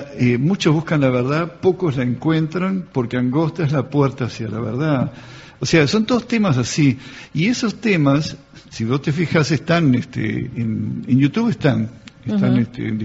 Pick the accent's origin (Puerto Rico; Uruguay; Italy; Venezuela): Uruguay; todo uruguayo.